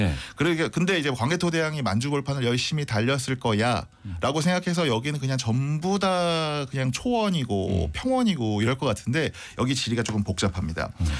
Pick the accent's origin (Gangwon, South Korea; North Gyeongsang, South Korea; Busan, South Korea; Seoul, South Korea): Seoul, South Korea; born there; 저는 서울 태생입니다만.